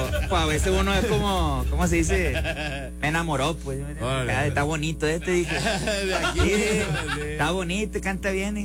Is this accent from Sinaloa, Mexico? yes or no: yes; Costa Rica, Sinaloa, Mexico; Nosotros somos de Costa Rica, Sinaloa